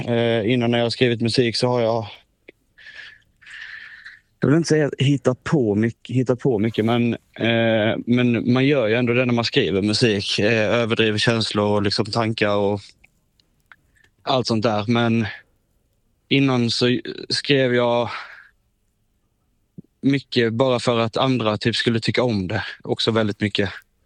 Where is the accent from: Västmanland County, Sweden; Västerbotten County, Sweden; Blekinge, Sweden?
Blekinge, Sweden; Sölvesborg; now in Stockholm, Sweden; Bland annat hemma i Sölvesborg då.